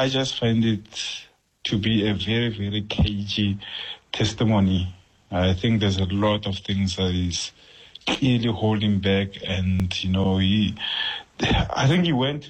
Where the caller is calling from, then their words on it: Randfontein, Gauteng, South Africa; I came from Randfontein.